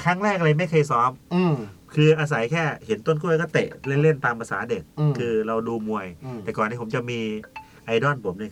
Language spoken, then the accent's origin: Thai; Yasothon, Thailand; ผมเป็นคนยโสธรนะครับพี่น้องอีสานเท่าขันฟังอยู่นะครับเป็นคนที่พันท่าสมอเลยครับตำบลม่วงอำเภอมหาชนชัยจังหวัดยโสธร